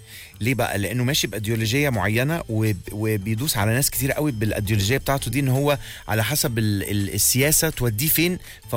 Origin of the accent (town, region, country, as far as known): Egypt